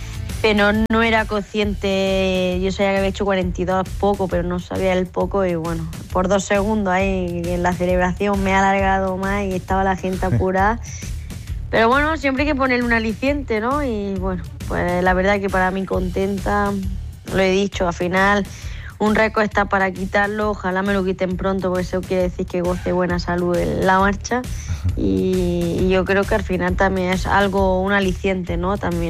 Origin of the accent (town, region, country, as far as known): Granada, Andalusia, Spain